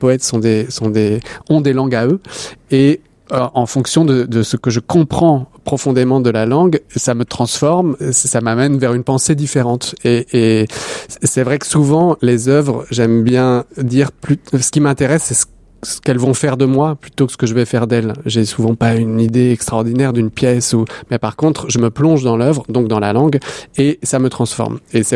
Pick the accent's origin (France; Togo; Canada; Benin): France; Paris, Île-de-France; born there; avec mes grands-parents, je parlais en italien. J'ai vécu à Paris, mais mes parents ont souhaité que j'apprenne à lire et à écrire en italien, et donc m'ont mis à l'école italienne de Paris à l'époque.